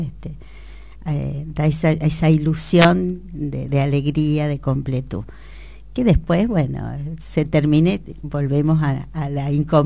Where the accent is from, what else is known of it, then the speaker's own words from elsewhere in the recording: Argentina; somos todos argentinas